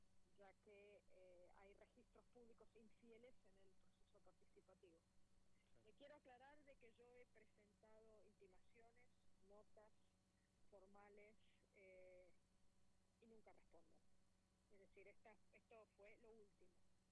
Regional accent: San Martín de los Andes, Neuquén, Argentina; Yo soy nacida y criada acá, soy cuarta generación en San Martín de los Andes.

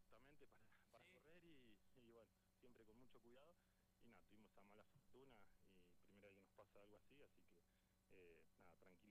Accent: Argentina; somos argentinos

